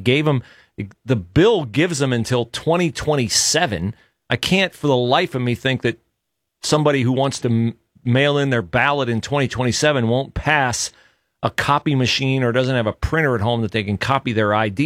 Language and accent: English; Ohio, United States; I grew up near Springfield